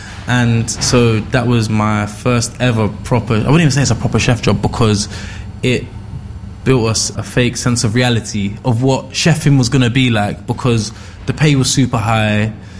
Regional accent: London, United Kingdom; home country to see what life is really like, hardship, and to see how privileged you are to have been growing up in London.

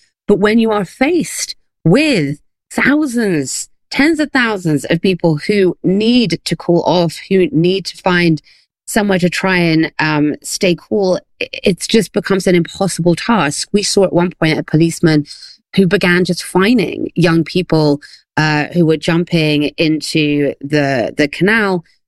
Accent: France; also born or lived in United States / England; So I was born in the US, but I grew up in France and in England. My father's French, my mother's English, and I've kind of spent most of my life in between those three countries.

